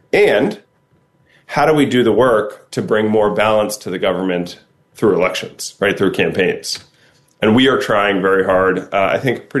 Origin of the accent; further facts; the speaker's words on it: Cincinnati, Ohio, United States; field organizer in Cincinnati, my hometown.